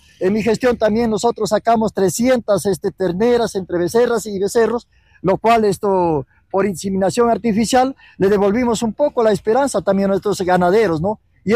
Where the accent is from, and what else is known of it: San Luis de Lucma, Cajamarca, Peru